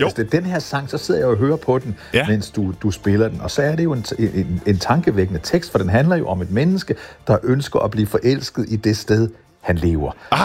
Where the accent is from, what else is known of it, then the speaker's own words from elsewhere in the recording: Skagen, North Denmark Region, Denmark; also born or lived in Nibe; Ja, nu sagde du, at jeg var født i Nibe. Det var tilfældigt, fordi vi boede faktisk i Skagen, da jeg var barn.